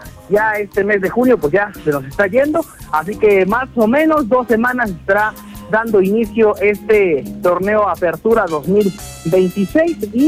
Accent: Mexico; somos mexicanos, ¿quién no estaría apoyando ahorita a la selección?

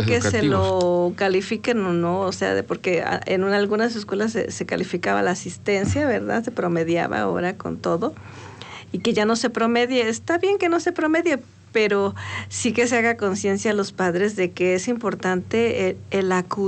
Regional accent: Mexico; Somos ingeniosos los mexicanos.

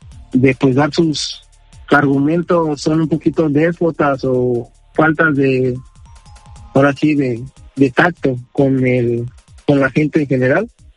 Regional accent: Veracruz, Mexico; Sí, soy de Veracruz, nada más que me fui a vivir un tiempo a otro estado.

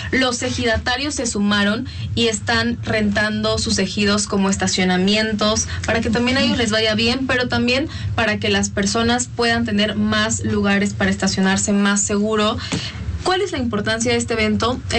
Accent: Mexico; una de las tradiciones más hermosas que nos representa como mexicanos

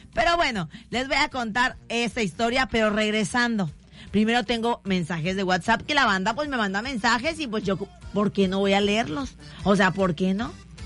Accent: Veracruz, Mexico; born there; also born or lived in Mérida, Mexico; toda mi familia es de aquí, de Veracruz. Pero yo … nací allá en Mérida. Yo, aplauso por favor para Mérida, chulada. Yo nací en Mérida. Toda mi familia es de acá, de Veracruz. Lo fueron a dejarme allá y luego me retacharon.

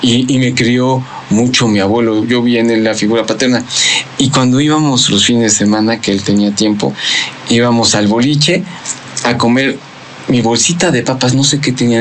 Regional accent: Puebla, Mexico; Soy poblano, nacido aquí. … porque mis abuelos de Córdoba, Tepos por parte de mi mamá

